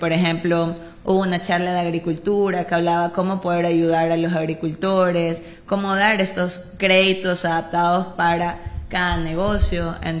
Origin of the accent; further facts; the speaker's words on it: Guayaquil, Guayas, Ecuador; Soy de Guayaquil.